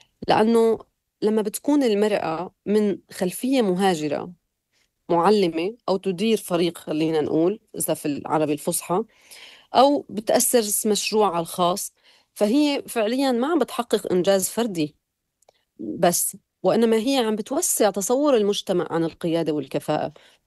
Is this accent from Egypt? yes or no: no; Syria; moved away as an adult; now in Germany